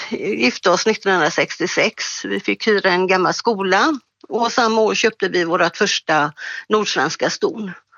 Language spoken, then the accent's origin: Swedish; Gothenburg, Västra Götaland County, Sweden; born there; moved away; Jag är själv född i Göteborg